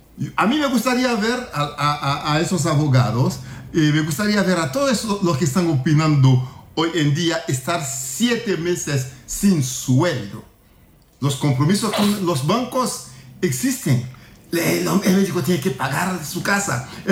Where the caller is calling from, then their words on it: Honduras; como hondureño